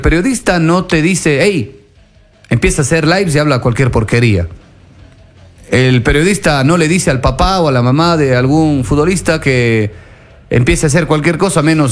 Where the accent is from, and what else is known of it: Ecuador